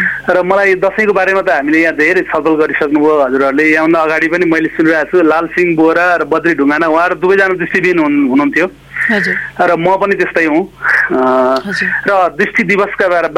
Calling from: Panchkhal, Bagmati, Nepal; अहिले चाहिँ पाँचखाल काभ्रेबाट।

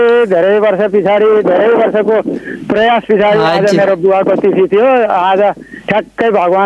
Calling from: Koshi Province, Nepal; म यता मोरङबाट … मोरङको रकमा

